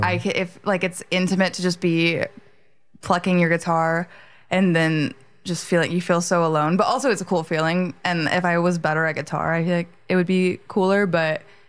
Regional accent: Seattle, Washington, United States; now in San Diego, United States; Yeah. So I'm from Seattle originally.

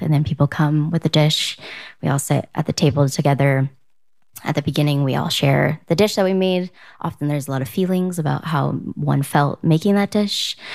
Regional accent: San Diego, California, United States; moved away; also born or lived in Seattle; Yeah, so I'm from San Diego, but I just moved back about 2 years ago.

